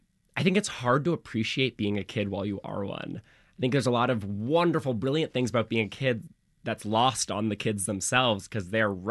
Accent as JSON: {"language": "English", "town": "New York City", "region": "New York", "country": "United States", "tie": "born or raised there", "said": "I was raised by three lesbian moms and two gay dads. I had a big queer family. I was raised in Brooklyn."}